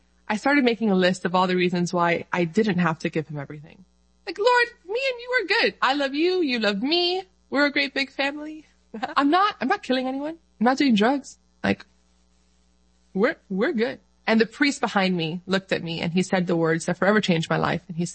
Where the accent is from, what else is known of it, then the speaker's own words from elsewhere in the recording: Dominican Republic; I'm Dominican from the Dominican Republic. But I'm also Arabic.